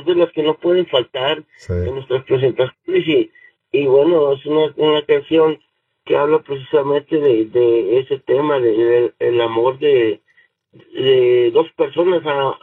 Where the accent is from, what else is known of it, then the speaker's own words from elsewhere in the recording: Apodaca, Nuevo León, Mexico; somos de Apodaca, Nuevo León, México. Ahí es donde iniciamos.